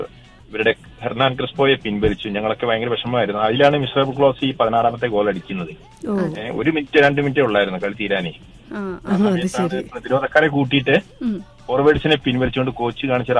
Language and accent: Malayalam; Nilambur, Kerala, India; also born or lived in Pala; നാട് ജനിച്ചത് പാലായിലാണ്, ഞങ്ങള് ചെറുപ്പത്തിൽ ഇവിടേക്ക് നിലമ്പൂരിൽ വന്നാണ്, 3 വയസ്സൊക്കെ.